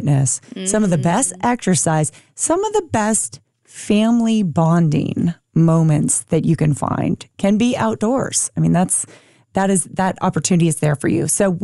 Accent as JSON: {"language": "English", "region": "Washington", "country": "United States", "tie": "born or raised there", "moved": "yes", "said": "I learned this growing up in Washington State"}